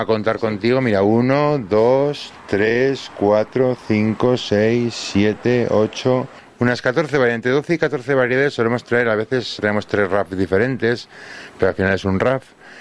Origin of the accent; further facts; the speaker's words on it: Navarre, Spain; como soy de Navarra y somos bastante tradicionales